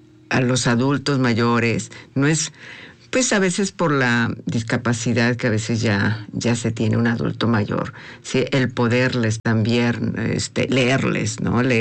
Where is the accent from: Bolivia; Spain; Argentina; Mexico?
Mexico; Chiapas; Yo soy de Chiapas